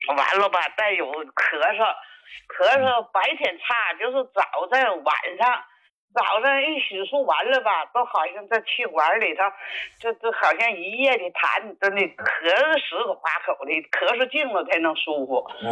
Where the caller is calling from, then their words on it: Shenyang, Liaoning, China; 我是沈阳的。我今年90岁。